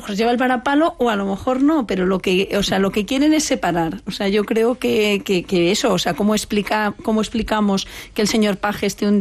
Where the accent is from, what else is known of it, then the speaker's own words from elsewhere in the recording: Castilla-La Mancha, Spain; pues yo que soy de Castilla-La Mancha, por ejemplo, en el presidente castellano-manchego